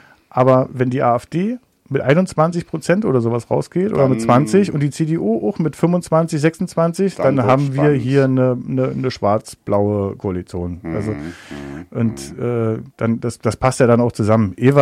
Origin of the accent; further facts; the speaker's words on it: Germany; born there; Also ich bin geboren in der DDR.